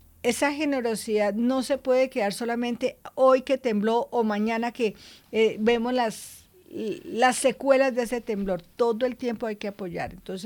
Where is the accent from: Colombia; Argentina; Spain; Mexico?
Colombia